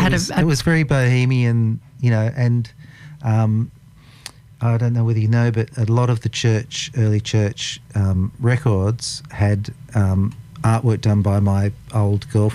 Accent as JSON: {"language": "English", "town": "Dapto", "region": "New South Wales", "country": "Australia", "tie": "born or raised there", "also_born_or_lived": "Wollongong", "said": "No, well, actually, originally we lived in Dapto. I was born in Wollongong."}